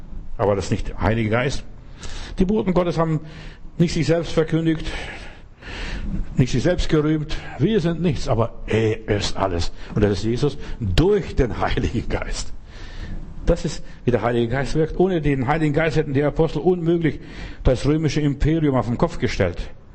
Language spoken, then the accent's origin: German; Bavaria, Germany; ich bin ja in Bayern groß geworden, ich weiß, da war so schön, Kapelle so am Weg irgendwo